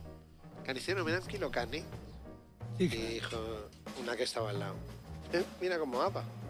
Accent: San Sebastián, Basque Country, Spain; que soy de Donosti.

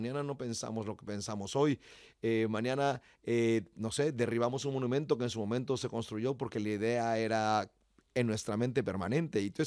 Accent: Yucatán, Mexico; Yucatán, de donde yo soy, donde hace un calor infernal

